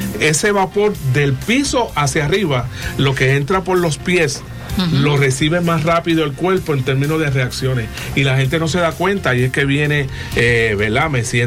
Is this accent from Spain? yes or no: no; Puerto Rico; Nosotros como puertorriqueños